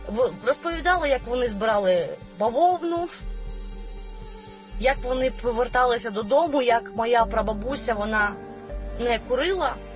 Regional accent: Crimea, Ukraine; то я теж прийняла рішення, бо я сама з Криму, і фактично повертатися було нема куди

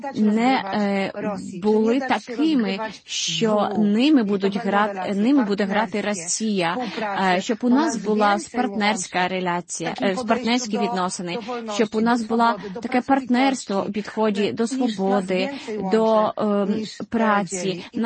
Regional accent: Poland; Ukrainian is a second language; ми, як поляки, такі ж самі.

